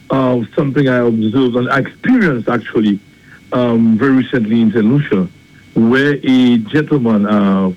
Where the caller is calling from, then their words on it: Martinique; I came back to Martinique. I'm calling you from Martinique.